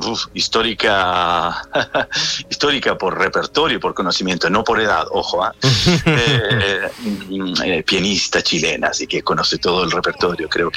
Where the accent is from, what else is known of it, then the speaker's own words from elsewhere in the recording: Brazil; moved away; Portugués también, que hablo portugués, crecí en Brasil en los años 80.